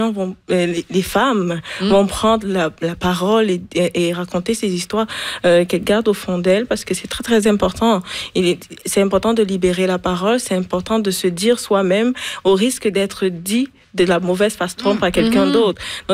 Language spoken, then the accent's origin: French; Cameroon; J'étais chez moi au Cameroun et je lisais